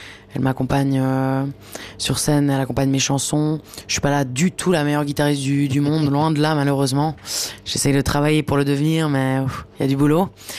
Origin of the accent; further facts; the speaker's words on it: Switzerland; pour nous en tant que Suisse.